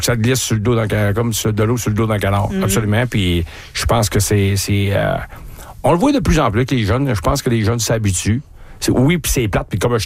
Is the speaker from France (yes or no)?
no; Albanel, Quebec, Canada; Puis j'étais chez nous, à Albanel, avec ma mère.